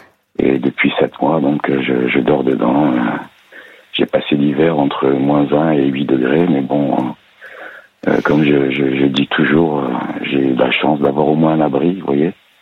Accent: Nice, Provence-Alpes-Côte d'Azur, France; aussi de la région niçoise.

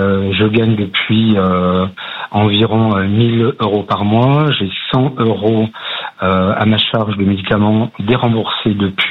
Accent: Saint-Étienne, Auvergne-Rhône-Alpes, France; sur le trajet qui est de Saint-Étienne, puisque je suis stéphanois, jusqu'à Lyon

